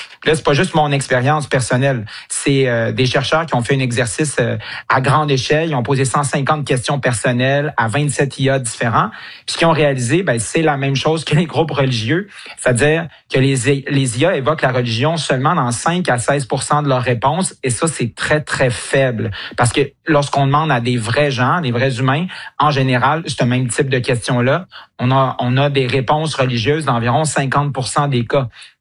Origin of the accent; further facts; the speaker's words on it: Quebec, Canada; chez nous, au Québec, on est peut-être un peu moins concernés par ça parce que, bon, on n'est pas très religieux. On est parmi les peuples les plus laïcs au monde.